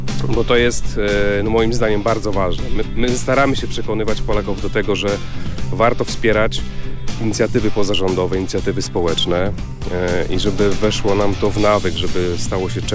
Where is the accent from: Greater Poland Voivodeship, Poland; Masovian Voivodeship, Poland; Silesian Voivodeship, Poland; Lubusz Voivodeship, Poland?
Lubusz Voivodeship, Poland; Gorzów Wielkopolski; Tak, ja jestem z Gorzowa.